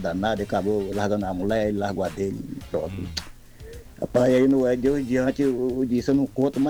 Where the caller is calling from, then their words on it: Bahia, Brazil; tô falando de Sapucaíra, de Rio de Léus.